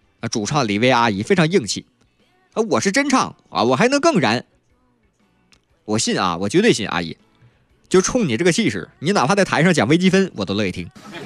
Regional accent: Northeast China, China; accent: Northeastern (Dongbei); 按我们东北话

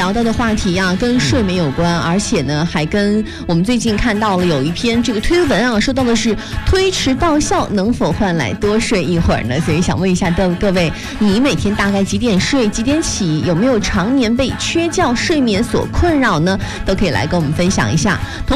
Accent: Yichang, Hubei, China; 咱们宜昌人

